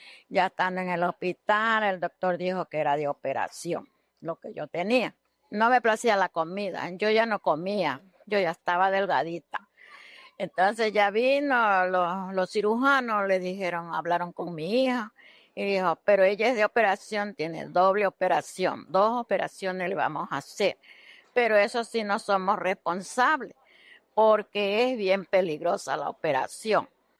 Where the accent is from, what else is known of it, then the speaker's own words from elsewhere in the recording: Salitre, Guayas, Ecuador; Yo mandé a pedir a mi hijo allá, como somos de Salitre, que me mandara un poquito del agua viva.